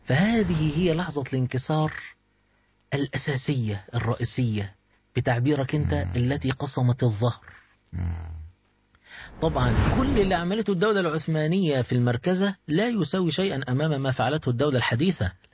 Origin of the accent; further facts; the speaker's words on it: Egypt; إحنا عندنا في مصر مثلا طول عمرنا عندنا الأزهر